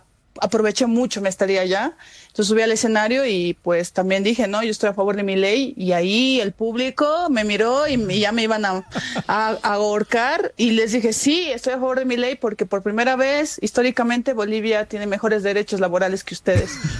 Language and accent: Spanish; Jujuy, Argentina; Y yo les decía, soy de Jujuy, ¿no? Soy de Jujuy